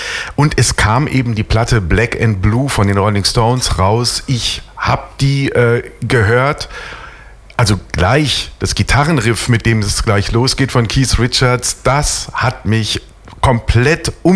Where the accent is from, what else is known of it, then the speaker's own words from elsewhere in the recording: North Rhine-Westphalia, Germany; now in Düsseldorf, Germany; Bin eigentlich Kind des Ruhrgebiets, wohne aber jetzt seit 32 Jahren in Düsseldorf.